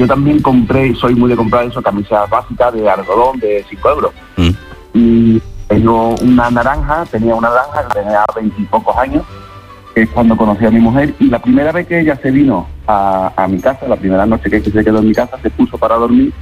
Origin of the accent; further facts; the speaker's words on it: Matalascaña, Andalusia, Spain; Yo soy de Lapino, de Matalascaña.